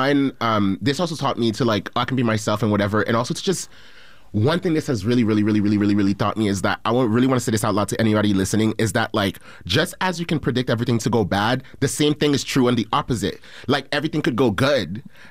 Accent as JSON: {"language": "English", "country": "Haiti", "said": "like, I'm from Haiti and, you know, and I talk to other immigrants and stuff like that."}